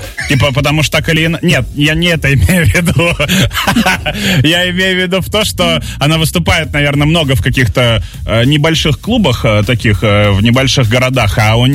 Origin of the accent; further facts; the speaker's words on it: Saint Petersburg, Russia; я из Питера